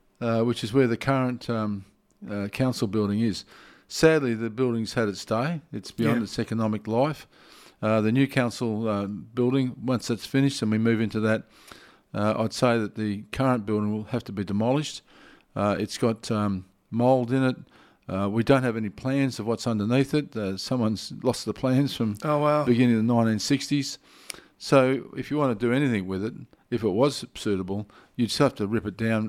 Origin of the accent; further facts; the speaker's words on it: Perth, Western Australia, Australia; I grew up in Western Australia, in Perth